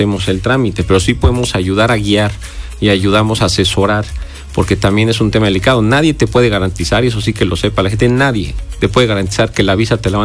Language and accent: Spanish; Puebla, Mexico; Entonces, somos poblanos.